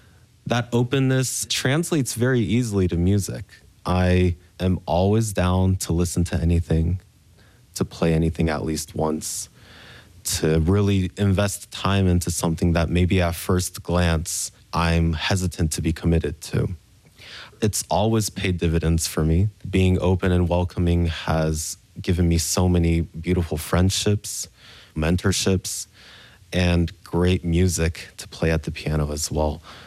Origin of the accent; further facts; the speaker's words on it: Japan; now in United States; My family from China, the neighborhoods that I grew up in Japan, and the friends that I had in Memphis